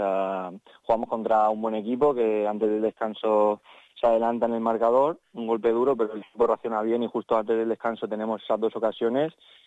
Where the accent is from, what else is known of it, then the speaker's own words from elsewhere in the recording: San Juan de Alicante, Valencian Community, Spain; also born or lived in Mutxamel; Empecé ahí en un equipo de mi pueblo, en San Juan, que ahora es el Intercity, cambiaron de nombre.